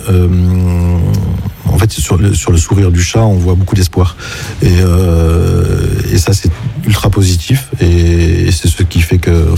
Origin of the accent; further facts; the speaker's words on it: Montpellier, Occitanie, France; born there; c'est la première fois qu'il vient à Montpellier, qui est ma ville natale.